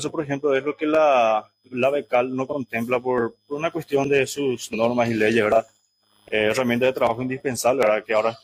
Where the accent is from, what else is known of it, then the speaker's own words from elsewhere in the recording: Paraguay; soy el único paraguayo que va a ir a esa universidad.